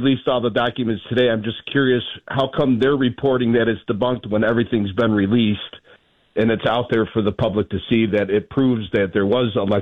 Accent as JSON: {"language": "English", "region": "Illinois", "country": "United States", "said": "Hey, I'm formerly from Illinois. I got out of that crappy state."}